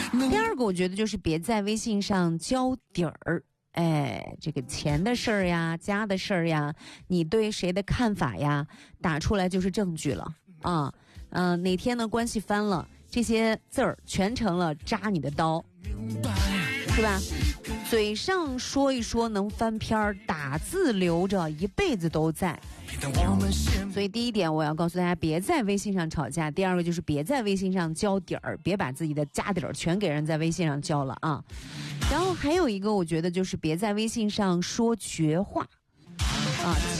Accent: Shaanxi, China; 就会把我们陕北的文化传播到哪里，让更多的人喜欢上我们的陕北文化。

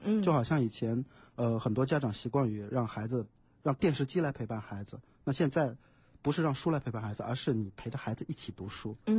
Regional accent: China; 我们中国人

